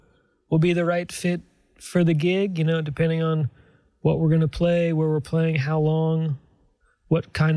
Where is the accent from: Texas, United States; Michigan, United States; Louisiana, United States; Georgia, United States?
Georgia, United States; Decatur; I'm from Decatur, Georgia.